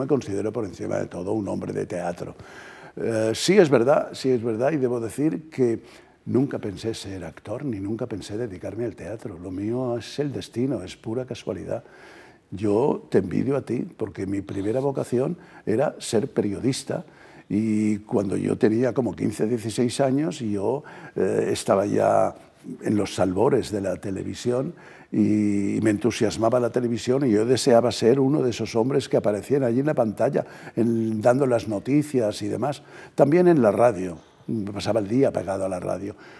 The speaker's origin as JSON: {"language": "Spanish", "town": "Mollet del Vallès", "region": "Catalonia", "country": "Spain", "tie": "born or raised there", "said": "del pueblo donde yo nací, Mollet, al lado de Barcelona"}